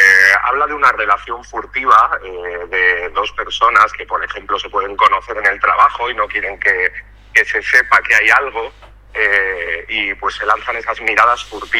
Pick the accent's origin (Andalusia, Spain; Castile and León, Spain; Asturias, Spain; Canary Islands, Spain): Castile and León, Spain; Soria; now in Madrid, Spain; en mi pueblo, que está allí en la montaña, en Soria.